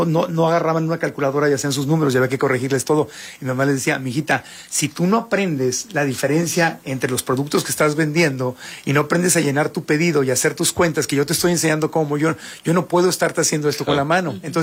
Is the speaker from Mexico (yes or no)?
yes; Tijuana, Baja California, Mexico; yo nací, crecí en Tijuana, le mando un abrazo con mucho cariño a la gente de Tijuana.